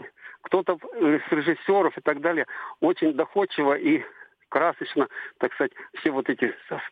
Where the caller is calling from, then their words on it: Crimea, Ukraine; Здравствуйте. А я с Крыма.